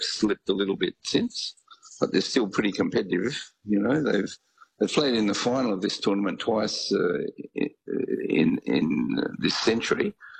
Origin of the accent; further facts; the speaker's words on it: Australia; We're Australian.